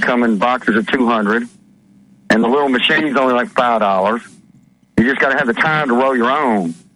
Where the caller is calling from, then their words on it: Mississippi, United States; in Mississippi.